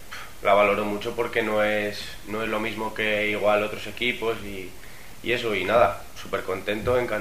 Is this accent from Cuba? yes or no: no; Castile and León, Spain; yo soy de aquí, de Castilla y León